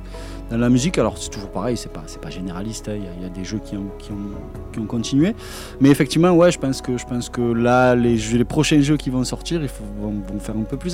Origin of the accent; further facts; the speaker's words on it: Southern France, France; accent: southern; j'ai l'accent du sud, donc je peux pas parler anglais.